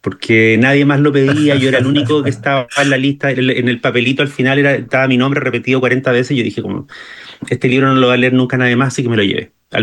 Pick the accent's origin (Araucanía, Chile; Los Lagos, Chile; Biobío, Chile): Araucanía, Chile; Temuco; now in Santiago, Chile; cuando yo me mudé de Temuco a Santiago, que es la capital